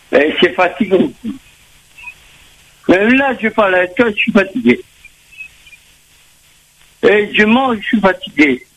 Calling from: Saint-André, Réunion; Non, j'habite à Saint-André.

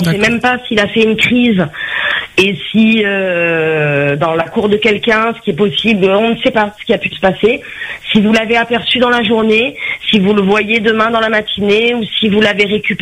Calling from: Saint-Denis, Réunion; je suis à la Providence, mm-hmm. à Saint-Denis

